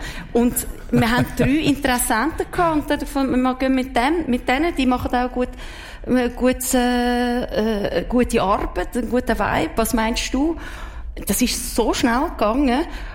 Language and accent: German; Switzerland; weil ich bin doch eine Schweizerin.